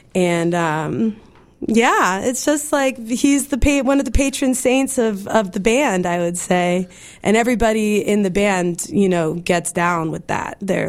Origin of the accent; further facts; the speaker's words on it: San Francisco, California, United States; now in New Orleans, United States; You know, I grew up in San Francisco and my folks listened to a lot of different music.